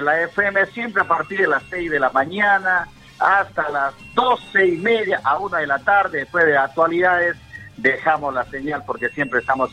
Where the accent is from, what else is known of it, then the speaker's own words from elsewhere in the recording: Lamas, San Martín, Peru; now in Chambuyaco, Peru; Soy natural de Lamas y por supuesto ya radicando en Chambuyaco por más de ya casi 45 años.